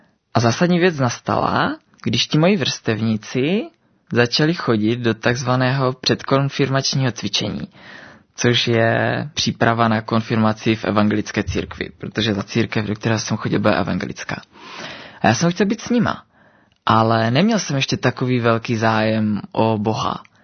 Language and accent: Czech; Vsetín, Zlín Region, Czechia; born there; narodil jsem se na Vsetíně, v srdci Valašska